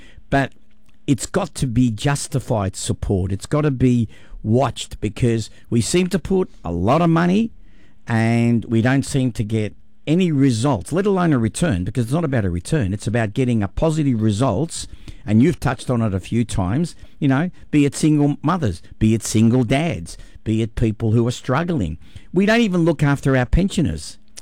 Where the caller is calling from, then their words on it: Australia; Because I feel that I'm an Australian